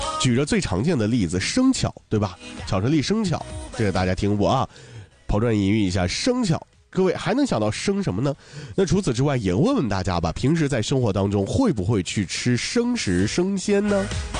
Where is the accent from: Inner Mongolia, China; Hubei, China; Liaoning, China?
Liaoning, China; Dalian; 尤其你像作为一个大连人，